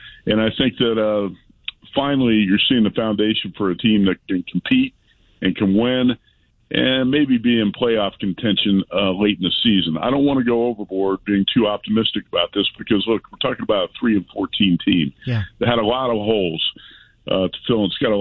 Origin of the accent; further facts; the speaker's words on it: Chicago, Illinois, United States; I was growing up in Chicago.